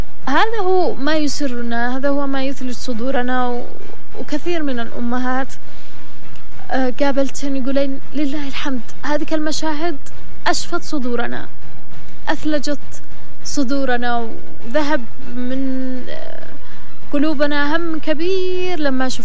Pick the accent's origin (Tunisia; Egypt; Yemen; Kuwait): Yemen; بالنسبة لنا إحنا كيمنيين